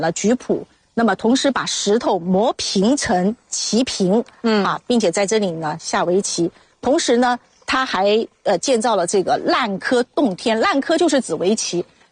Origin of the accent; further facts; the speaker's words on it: China; 我们中国人